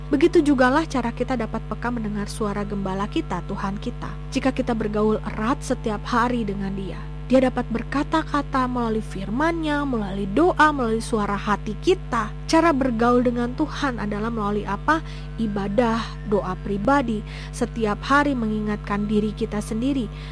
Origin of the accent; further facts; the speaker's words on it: Garut, West Java, Indonesia; moved away as an adult; also born or lived in Bandung; saya kuliah di Bandung dan kota asal saya Garut.